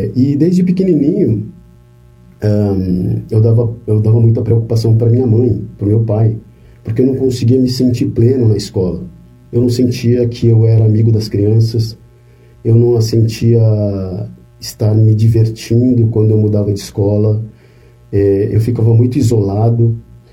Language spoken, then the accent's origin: Portuguese; São Paulo, Brazil; Eu sou paulistano, nasci na capital, vivi minha vida inteira na capital e sempre fui uma criança muito intensa.